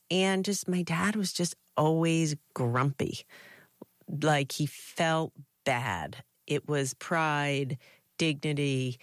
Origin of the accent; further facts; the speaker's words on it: Rhode Island, United States